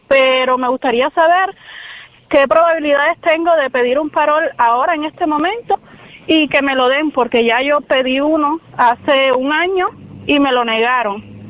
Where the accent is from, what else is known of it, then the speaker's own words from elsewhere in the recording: Cuba; moved away as an adult; now in United States; soy cubana y entré en el 2023, 18 de mayo del 2023, en lancha, junto a 27 compañeros, pero yo venía embarazada desde Cuba